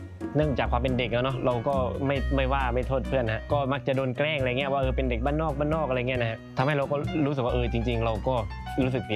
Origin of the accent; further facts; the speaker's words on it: Satun, Thailand; born there; ซึ่งเราก็ดีใจที่เราได้เกิดมาในจังหวัดสตูลครับ